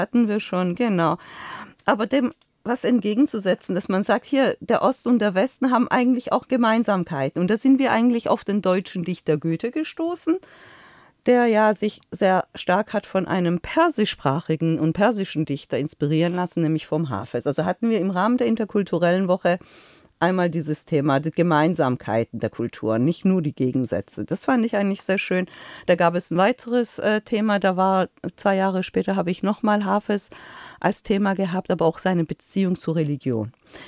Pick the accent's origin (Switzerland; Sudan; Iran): Iran; Ich komme ja quasi aus dem Orient, ja, aus dem Iran.